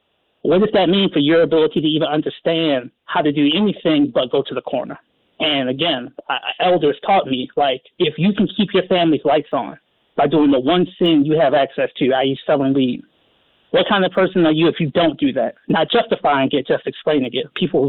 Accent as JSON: {"language": "English", "town": "Baltimore", "region": "Maryland", "country": "United States", "tie": "born or raised there", "said": "born and raised in West Baltimore. Neighborhoods like Poplar Grove, Frederick Avenue. Family eventually ended up going to Woodlawn, but I ended up graduating from City."}